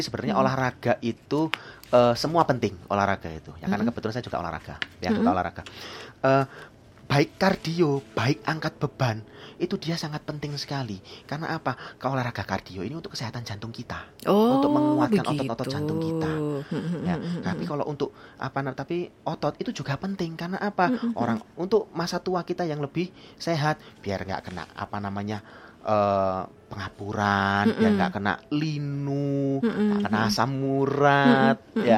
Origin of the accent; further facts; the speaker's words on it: Java, Indonesia; kalau kita orang Jawa orangnya masih semeko, ya.